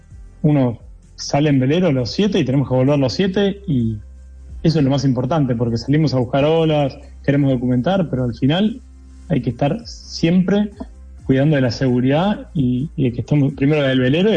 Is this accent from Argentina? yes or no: yes; Buenos Aires, Argentina; Somos de la zona de Buenos Aires.